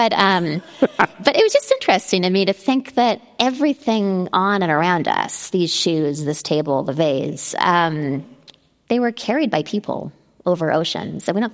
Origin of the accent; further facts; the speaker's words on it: Canada; I'm Canadian. I feel like I was politer about it.